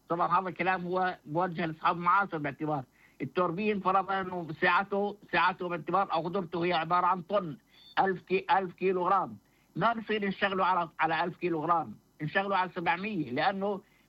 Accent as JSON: {"language": "Arabic", "country": "Palestine", "said": "إحنا عندنا في فلسطين"}